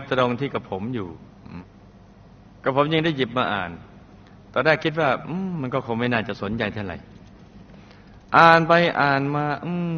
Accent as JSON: {"language": "Thai", "region": "Bangkok", "country": "Thailand", "tie": "born there", "said": "แต่กับผมเกิดที่กรุงเทพโยมแม่เล่าฟังว่าตอนคลอดคลอดที่หน้ากรมการทหารมาสนามเป้า"}